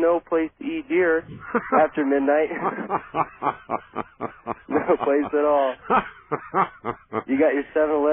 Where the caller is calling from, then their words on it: Ashland, Oregon, United States; Right now … from Ashland